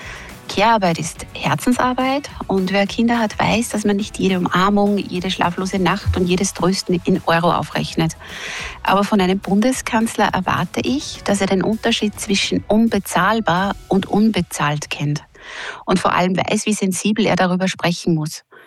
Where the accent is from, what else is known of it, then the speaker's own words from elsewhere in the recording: Upper Austria, Austria; Mein Name ist … ich komme aus Oberösterreich.